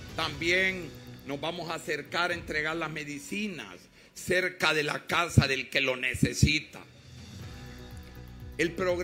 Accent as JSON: {"language": "Spanish", "country": "Honduras", "said": "Aquí todos somos hondureños"}